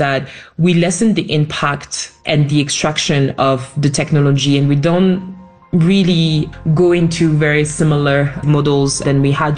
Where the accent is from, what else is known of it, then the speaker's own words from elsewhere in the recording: France; moved away as an adult; also born or lived in Barbados / Japan / United States / United Kingdom; They managed to immigrate to France, and this is how I was born and educated in France.